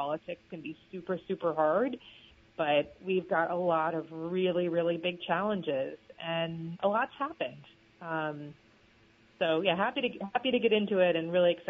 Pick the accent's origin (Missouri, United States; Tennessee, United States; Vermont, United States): Vermont, United States; Newbury; I was born and raised at Four Corners Farm, like legitimately on a vegetable and dairy farm, and we're south of the village of Newberry.